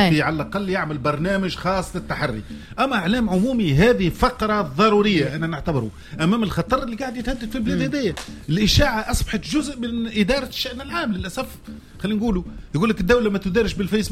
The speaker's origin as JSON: {"language": "Arabic", "country": "Tunisia"}